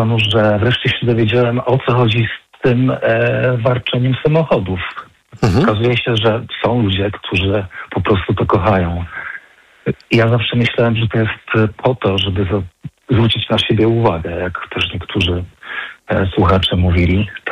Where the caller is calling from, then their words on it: Kraków, Lesser Poland, Poland; ja mieszkam w Nowej Hucie i mieszkam na pierwszym piętrze.